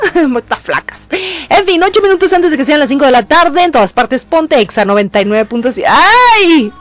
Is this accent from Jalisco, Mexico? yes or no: yes; Jalisco, Mexico; moved away as an adult; now in Colima, Mexico; Soy de Jalisco, sí, pero considerando que allá viví 17 años y acá llevo 35, pues creo que soy más de Colima